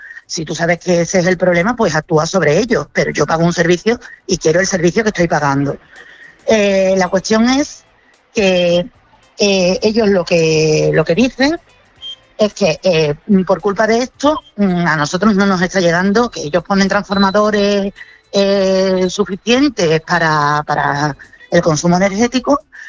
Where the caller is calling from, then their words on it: Seville, Andalusia, Spain; Desde que yo vivo en Torreblanca, que son 7 años ya